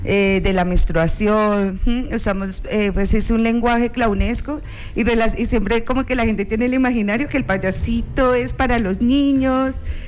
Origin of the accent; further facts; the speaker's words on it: Boyacá, Colombia; no solo somos campesinos los boyacenses